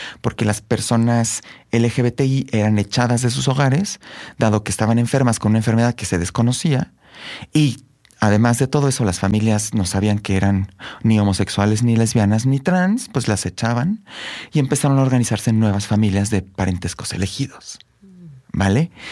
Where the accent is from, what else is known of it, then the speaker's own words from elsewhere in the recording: Querétaro, Mexico; empiezo a ir a las prácticas en Querétaro, tú sabes, yo soy de Querétaro, y empiezo a ir a las prácticas en Querétaro.